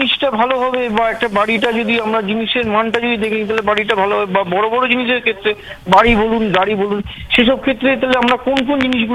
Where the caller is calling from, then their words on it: Howrah, West Bengal, India; নমস্কার, আমি হাওড়ার কোনা থেকে